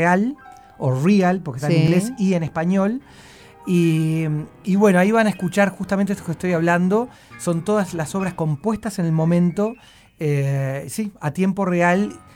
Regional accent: Uruguay; moved away; soy re uruguayo.

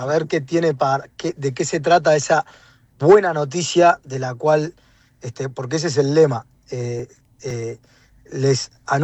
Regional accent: Uruguay; nosotros como pueblo uruguayo

